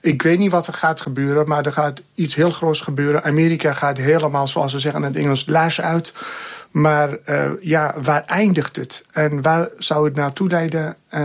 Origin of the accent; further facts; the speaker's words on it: Kurdistan Region, Iraq; moved away; ik als Irakees Koerd